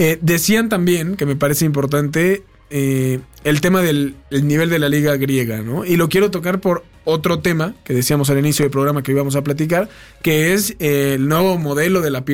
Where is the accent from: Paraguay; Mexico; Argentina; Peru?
Mexico; porque somos mexicanos y vemos, por supuesto, al América